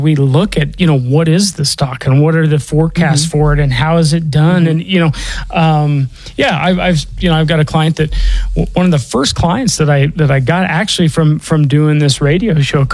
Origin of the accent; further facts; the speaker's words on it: Denver, Colorado, United States; I was born and raised here in Denver.